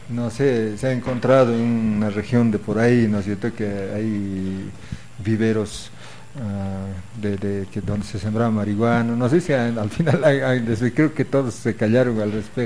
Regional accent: Challapata, Oruro, Bolivia; yo soy de Chalapata, más allá

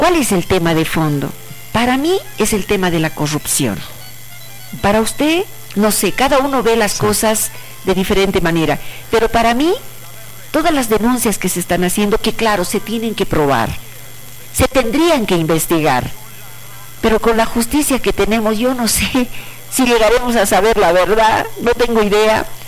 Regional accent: Bolivia; los bolivianos

